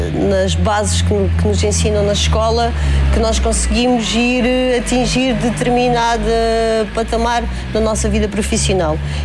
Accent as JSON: {"language": "Portuguese", "town": "São Brás de Alportel", "region": "Faro", "country": "Portugal", "tie": "born or raised there", "lives_now": "Fuseta, Portugal", "said": "tenho 42 anos, sou natural de São Brás do Portel, mas atualmente vivo na Fuseta."}